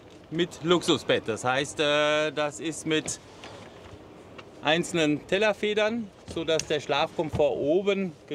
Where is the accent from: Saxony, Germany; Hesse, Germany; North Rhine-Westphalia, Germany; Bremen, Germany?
Hesse, Germany; In Hessen geboren, jawohl. In Hessen groß geworden und ich lebe nach wie vor in Hessen.